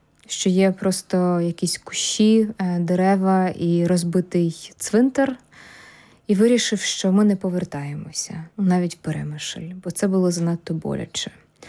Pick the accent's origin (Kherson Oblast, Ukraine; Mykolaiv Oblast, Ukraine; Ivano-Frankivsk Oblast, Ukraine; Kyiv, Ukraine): Kyiv, Ukraine; а я ж з Києва сама, знаєш, я пам'ятаю ще школяркою, як відновлювали Успенський собор.